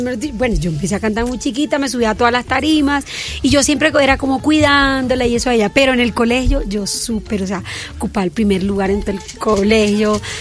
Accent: Lorica, Córdoba, Colombia; mi querida y amada Lorica

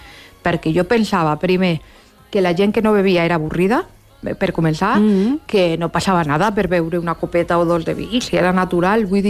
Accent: Barcelona, Catalonia, Spain; born there; first language Spanish; Catalan is a second language; primer que no parlava català, perquè sí que és veritat que vaig néixer a Barcelona i molts estius es vaig passar a Barcelona, però la meva llengua materna és el castellà

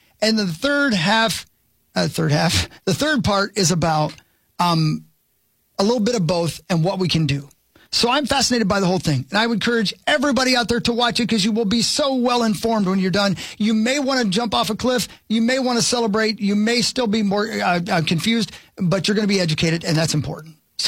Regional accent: Indiana, United States; And I grew up in Indiana.

